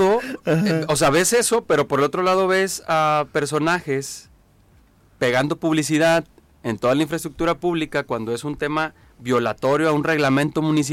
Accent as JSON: {"language": "Spanish", "town": "Villa de Álvarez", "region": "Colima", "country": "Mexico", "said": "somos de Villa de Álvarez"}